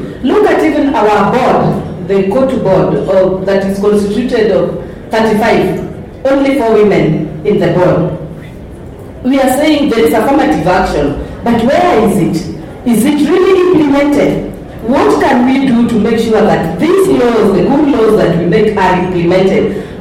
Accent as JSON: {"language": "English", "town": "Kotu", "country": "Kenya", "said": "I come from Kotu, but I also represent metal workers in Kenya"}